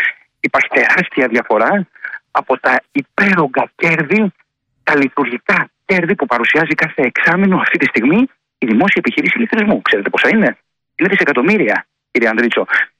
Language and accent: Greek; Ionian Islands, Greece; Σας μιλήσω για την ιδιαίτερη πατρίδα μου, την Κεφαλονιά και την Ιθάκη.